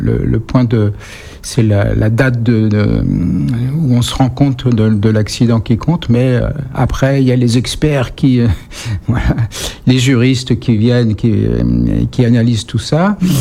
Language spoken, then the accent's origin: French; Saint-Mandé, Île-de-France, France; born there; Je suis né dans le Val-de-Marne. Ah oui, donc bah, à Saint-Mandé. Voilà.